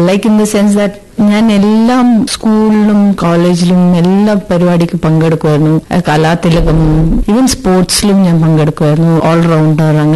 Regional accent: Firozpur, Punjab, India; born there; അച്ഛൻ ആർമി ഓഫീസറായിരുന്നു. ഞാൻ ജനിച്ചത് പഞ്ചാബ് ഫിറോസ്പൂരിൽ.

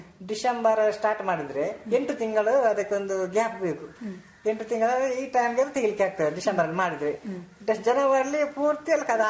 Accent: Karnataka, India; born there; ನಾವೊಂದು ತುಳುನಾಡ ಮಣ್ಣಲ್ಲಿ ಹುಟ್ಟಿದವ ನಾವು

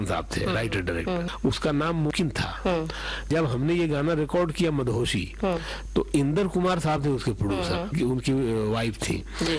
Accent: Surat, Gujarat, India; now in Mumbai, India; तो मैं सूरत से मुंबई आ गया 2001 फरवरी में

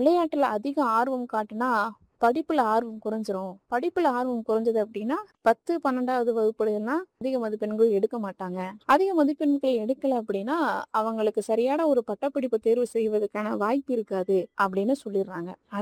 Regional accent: Rettiyapatti, Tamil Nadu, India; நான் பிறந்து வளர்ந்தது எல்லாமே திண்டுக்கல் மாவட்டம் ஒட்டஞ்சத்திரம் வட்டம் ரெட்டியபட்டிங்கிற ஒரு கிராமத்துலதான். என்னுடைய குடும்பம் ஒரு விவசாய குடும்பம்

